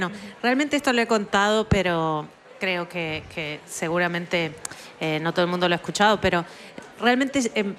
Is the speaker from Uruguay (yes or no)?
yes; Uruguay; moved away as an adult; now in Bogotá, Colombia; Yo soy uruguaya, pero vivo hace 10 años en Bogotá. Bogotá es una ciudad en altura que queda en un valle rodeado de montañas. Y yo vengo de una ciudad sin montañas, sin ninguna elevación, de un país sin ninguna elevación